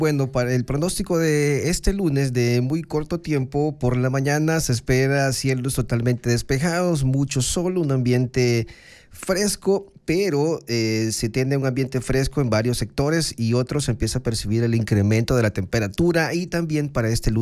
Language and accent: Spanish; El Salvador; nuestro querido El Salvador.